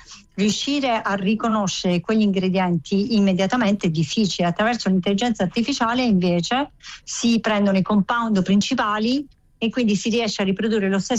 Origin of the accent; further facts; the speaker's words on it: Apulia, Italy; Io le utilizzo da tantissimo tempo, ma proprio perché sono pugliese